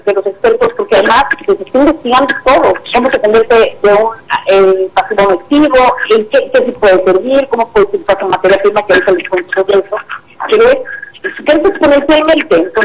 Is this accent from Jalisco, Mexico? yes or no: no; Quintana Roo, Mexico; Soy de Mexicano, desde la capital mundial de las vacaciones.